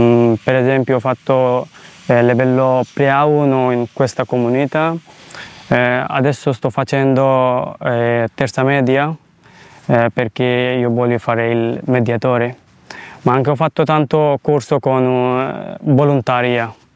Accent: Bangladesh; Italian is a second language; now in Italy; Io vengo dal Bangladesh, arrivato in Italia da 6 mesi.

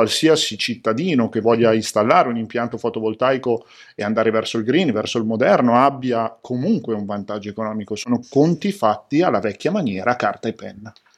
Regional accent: Castelverde, Lombardy, Italy; io arrivo da Castelverde, le mie origini sono di Castelverde

